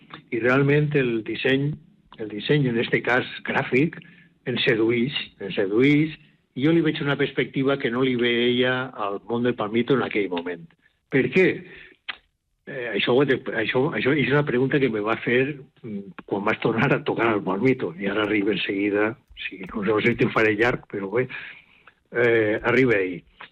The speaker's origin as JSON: {"language": "Catalan", "town": "Burjassot", "region": "Valencian Community", "country": "Spain", "said": "soc de Burjassot, poble de l'Hort de Nord. Entonces, pues, jo ja de xiquet, jo era el fill del pintor i net del pintor"}